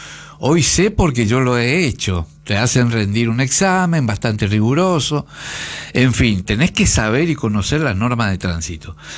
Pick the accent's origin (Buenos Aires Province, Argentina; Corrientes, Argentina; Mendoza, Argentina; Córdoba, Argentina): Corrientes, Argentina; moved away; also born or lived in Formosa; yo soy correntino.